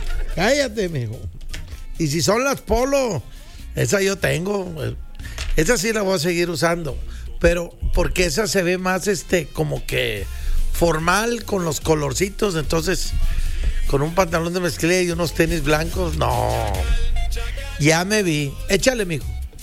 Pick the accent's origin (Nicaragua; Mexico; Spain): Mexico; Monterrey, Nuevo León; somos regios. Somos mexicanos, pero somos regios.